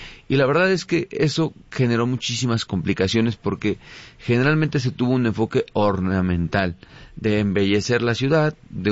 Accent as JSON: {"language": "Spanish", "country": "Mexico", "said": "nosotros como mexicanos, claro. Mexicanas, nos gusta mucho el fútbol"}